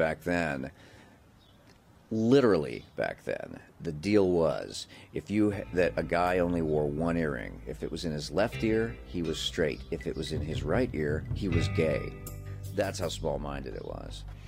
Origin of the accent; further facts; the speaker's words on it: Tulsa, Oklahoma, United States; I grew up in Tulsa, but for the last 30 years, I've been just passing through.